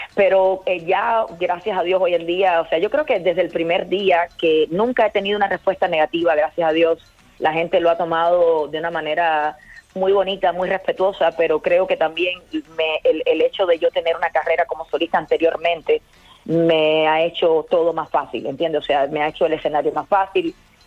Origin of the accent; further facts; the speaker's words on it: Cuba; un momentico donde puedan desconectar de todas las cosas difíciles que hemos tenido que pasar como cubanos.